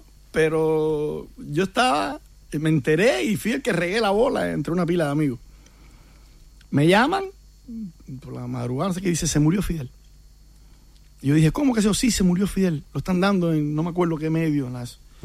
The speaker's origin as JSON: {"language": "Spanish", "region": "Villa Clara", "country": "Cuba", "moved": "yes", "said": "Díaz Canel es de mi pueblo."}